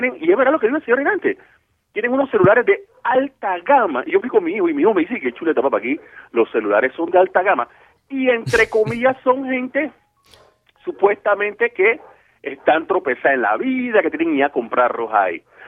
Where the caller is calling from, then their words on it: Panama; yo soy de acá de Brisa, pero fuimos allá, pues.